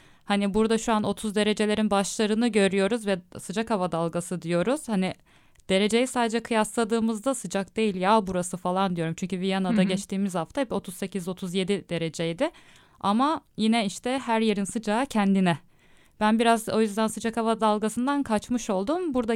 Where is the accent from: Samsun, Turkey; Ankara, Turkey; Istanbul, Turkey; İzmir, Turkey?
Istanbul, Turkey; Evet, aynı zamanda İstanbulluyum. Her ne kadar uzun süredir İstanbul'da yaşamasam da hala İstanbulluyum.